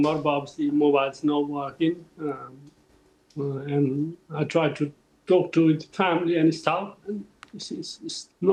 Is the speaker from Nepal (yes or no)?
yes; Nepal; moved away; I have seen the picture of my where my hometown used to be, and as I said, there is nothing there now.